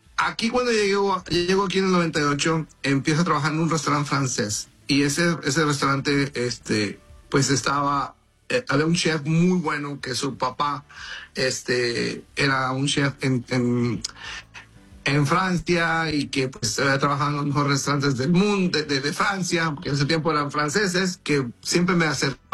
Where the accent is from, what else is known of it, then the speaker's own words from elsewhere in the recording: Cintalapa, Chiapas, Mexico; Yo nací en Cintalapa, Chiapas, en un pueblo, en un valle de Chiapas, muy bonito, muy verde, mucha agua.